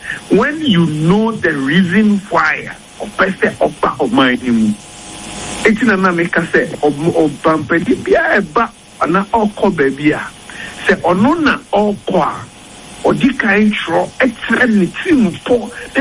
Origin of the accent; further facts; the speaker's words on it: Ghana; I personally, as a Ghanaian, I am not happy with the things that are happening.